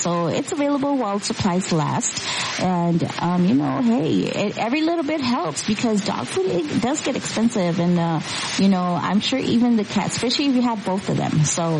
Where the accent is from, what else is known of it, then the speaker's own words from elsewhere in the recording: Arizona, United States; I'm from Arizona